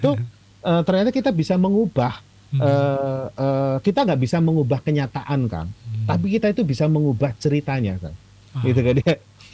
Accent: Java, Indonesia; Nah ini saya orang Jawa.

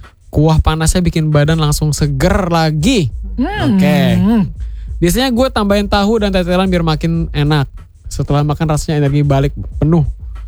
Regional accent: East Java, Indonesia; kan gue orang Jawa Timur ya, dan itu dari daerah gue.

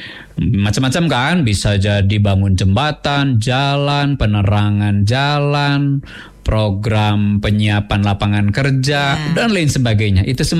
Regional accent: Bandung, West Java, Indonesia; Kita sebagai warga Kota Bandung

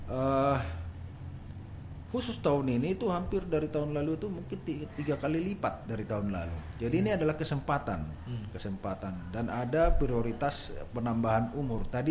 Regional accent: Medan, North Sumatra, Indonesia; now in East Kalimantan, Indonesia; Buktinya saya juga orang Medan

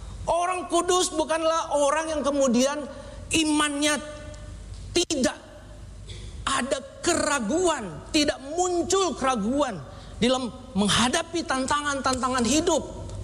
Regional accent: Manado, North Sulawesi, Indonesia; Saya ini orang kampung saudara. Jadi bayangan kalau orang kampung tinggalnya di kota. Nah, saya dari Manado yang Pak Edi bilang itu tempatnya itu enggak ada dalam peta waktu itu.

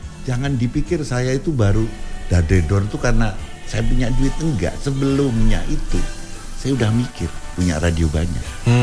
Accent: Jakarta, Indonesia; moved away; Jadi saya sekolah penderitaan dari kecil di Jakarta dan saya pengen kembali ke Jakarta pada suatu saat

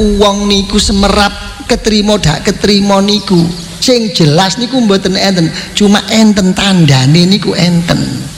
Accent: Java, Indonesia; Pun faham napa mboten dereng pancen bahasa Arab sampeyan kali kula wong Jawa niku.

